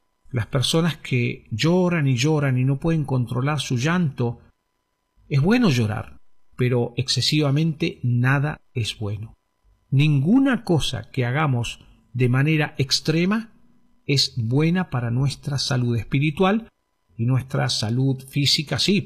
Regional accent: Argentina; now in Neuquén, Argentina; Hola a todos mis amigos, muchas bendiciones desde aquí. Neuquén capital, la capital de la Patagonia, así le dicen a nuestra ciudad.

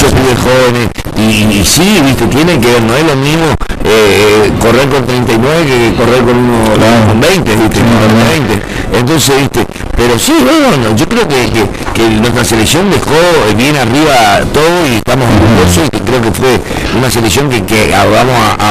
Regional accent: Argentina; Aparte nosotros somos argentinos, que queremos ganar.

